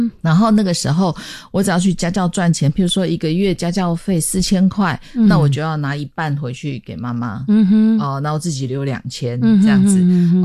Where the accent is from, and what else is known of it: Taiwan; born there